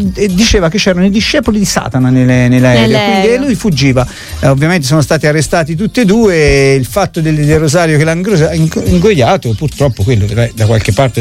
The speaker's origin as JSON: {"language": "Italian", "town": "Rome", "region": "Lazio", "country": "Italy", "said": "io non so come si passa a sapere che sono romano"}